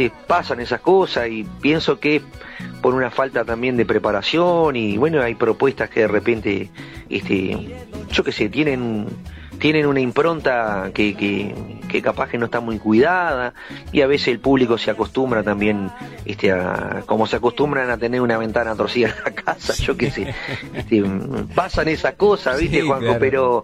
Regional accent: Atlántida, Canelones, Uruguay; Acá en Montevideo, yo soy de Atlántida, ¿no? Pero lo tengo acá cerquita

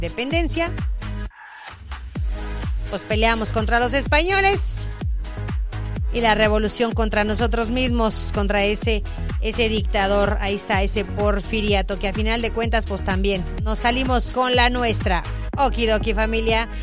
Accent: Mexico; como mexicanos tenemos todos

